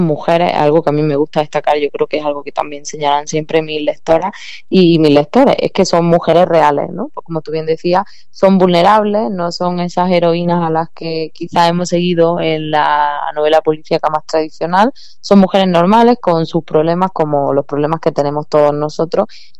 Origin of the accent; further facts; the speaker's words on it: Andalusia, Spain; Como andaluza, además, me siento en la obligación de ambientar novelas en mi tierra